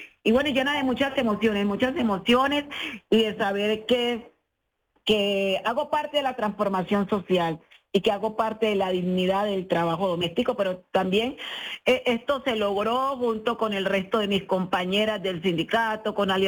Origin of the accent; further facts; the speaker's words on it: Apartadó, Antioquia, Colombia; born there; mi pueblo, mi región de Urabá me vio nacer, apartado de Antioquia.